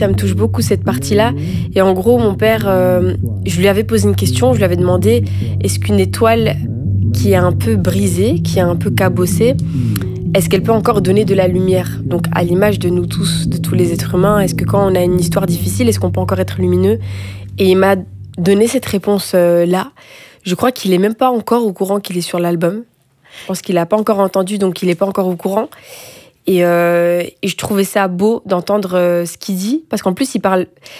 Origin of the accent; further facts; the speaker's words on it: Brussels, Brussels-Capital Region, Belgium; on est de Bruxelles toutes les deux